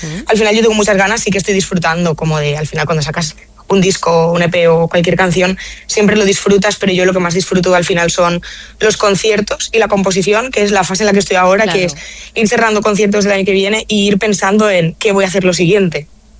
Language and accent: Spanish; Almàssera, Valencian Community, Spain; Ponen una pantalla en mi pueblo, en Almásera.